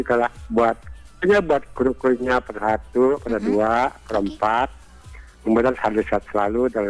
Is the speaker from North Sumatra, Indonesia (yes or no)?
no; Bandung, West Java, Indonesia; born there; lahirnya Bandung.